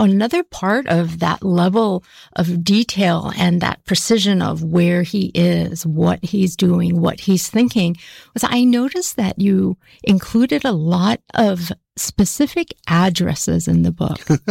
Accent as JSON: {"language": "English", "area": "Big Island", "region": "Hawaii", "country": "United States", "tie": "born or raised there", "said": "we are both from Hawaii. Yeah. We have our Hawaii roots. And you, I can't tell you, having grown up on the Big Island"}